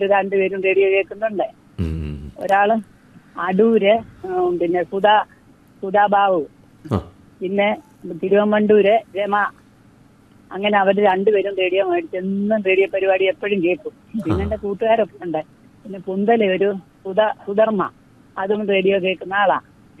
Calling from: Chengannur, Kerala, India; ചെങ്ങന്നൂർ കാരക്കാട് നിന്ന് വിളിക്കുവാ.

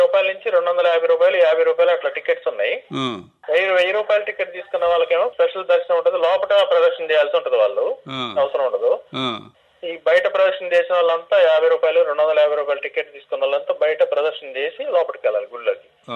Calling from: Telangana, India; లక్ష్మీపల్లి మండలం సార్, ప్రసన్నగర్

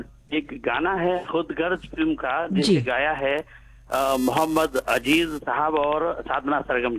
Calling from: Dhar, Madhya Pradesh, India; बात कर रहा हूँ एमपी धार से।

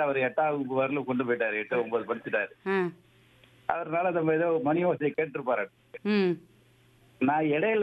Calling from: Lalgudi, Tamil Nadu, India

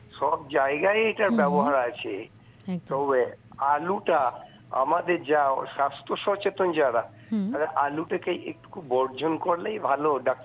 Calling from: West Bengal, India; আমি ওয়েস্ট বেঙ্গল বীরভূম থেকে

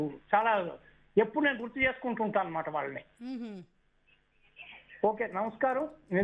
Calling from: Bengaluru, Karnataka, India; బెంగళూరు నుంచి మాట్లాడుతున్నాను.

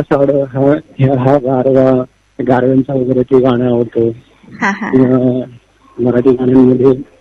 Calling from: Solapur, Maharashtra, India; मी proper सोलापूरचाच आहे

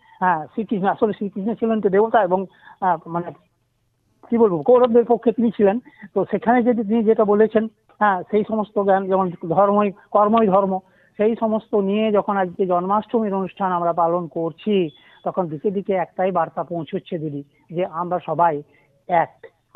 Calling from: Jubrajpur, India; আমি বীরভূমের যুবরাজপুর থেকে বলছি দিদি।

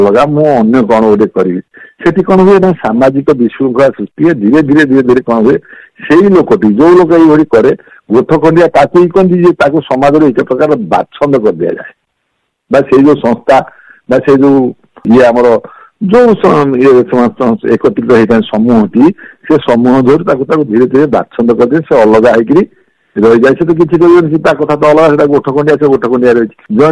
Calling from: Cuttack, Odisha, India; କଟକରୁ କହୁଛି।

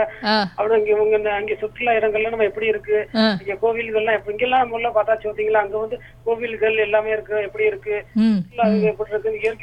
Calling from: Sathankudi, Tamil Nadu, India; ராமநாதபுரம் சாத்தன்குடியில இருந்து

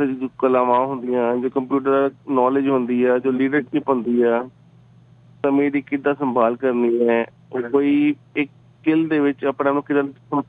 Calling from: Jalandhar, Punjab, India; ਮੈਂ ਜਲੰਧਰ ਦਾ ਰਹਿਣ ਵਾਲਾ ਜੀ।

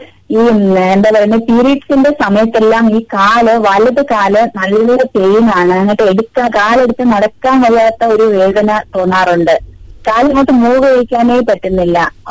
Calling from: Thiruvananthapuram, Kerala, India; തിരുവനന്തപുരത്തു നിന്നാണ്.

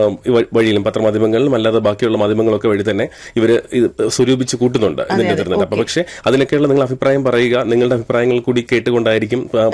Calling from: Vadakkanchery, Kerala, India; Vadakkanchery.

